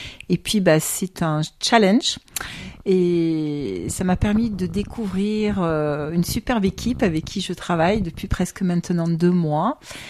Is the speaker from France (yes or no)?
yes; Digne-les-Bains, Provence-Alpes-Côte d'Azur, France; born there; moved away as an adult; also born or lived in Gap / Paris; je suis née à Digne, quatrième génération, et c'est aussi pour ça que j'ai accepté, parce que c'est ma ville, c'est ma ville de naissance, la ville de naissance de mes parents, grands-parents, papa, maman. Et puis bah d'où je viens, donc bah de Digne-les-Bains bien sûr.